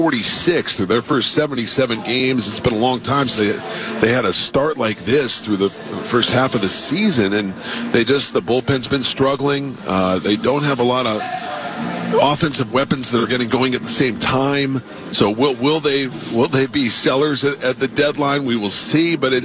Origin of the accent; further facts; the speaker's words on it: Baltimore, Maryland, United States; He tied his childhood hero, Miguel Tejada. We watched growing up in Baltimore after Tejada was with the A's and the Orioles.